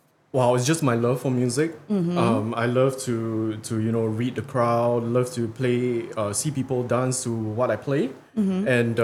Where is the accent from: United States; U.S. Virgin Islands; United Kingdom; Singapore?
Singapore; Mm-hmm. And I'm from Singapore.